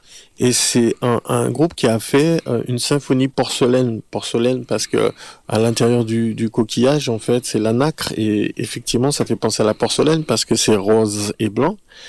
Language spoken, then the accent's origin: French; Montpellier, Occitanie, France; on est de Montpellier finalement, mais tu as vu, des fois en fait c'est difficile d'être programmé en fait à Montpellier.